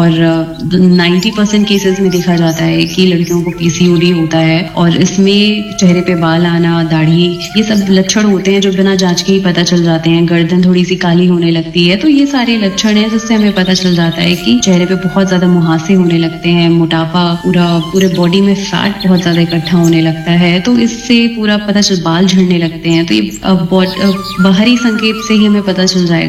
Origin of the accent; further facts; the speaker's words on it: Lucknow, Uttar Pradesh, India; और मैं लखनऊ से हूँ